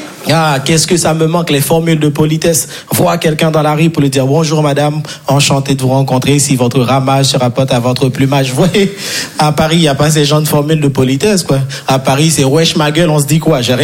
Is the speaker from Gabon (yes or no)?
no; Haiti; Moi, je viens de Haïti.